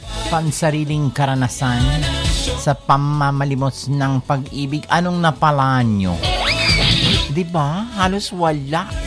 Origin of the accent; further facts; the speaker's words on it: Maramag, Bukidnon, Philippines; ako pinanganak ako sa Bukidnon. Pinanganak ako sa Central Mindanao University sa Maramag, Bukidnon. Kaya naman, nag-spend ako ng ilang taong ko doon. Naging teenager. Doon ako nag-teenager.